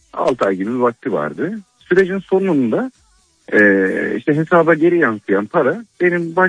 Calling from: Istanbul, Turkey; İstanbul'dan arıyordum.

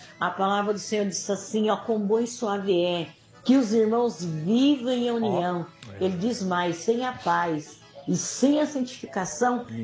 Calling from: Marília, São Paulo, Brazil; Sou de outro ministério, sou da cidade de Marília.

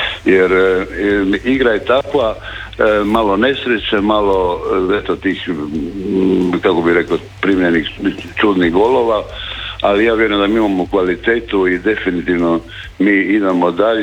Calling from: Lošinj, Primorje-Gorski Kotar County, Croatia; ja sam inače profesionalni pomorac, sa Lošinja sam

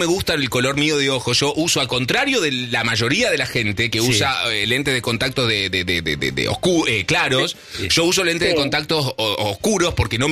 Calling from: Castelar, Buenos Aires Province, Argentina

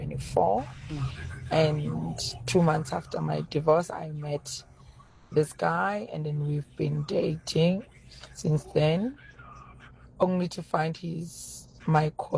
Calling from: Pretoria, Gauteng, South Africa; from Pretoria.

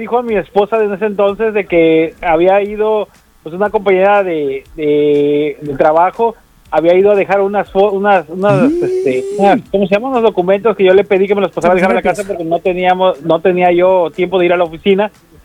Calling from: Veracruz, Mexico; de Veracruz, ¿cómo están?

